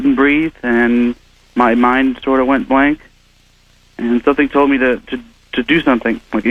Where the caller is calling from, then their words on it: Florida, United States; I'm in Florida.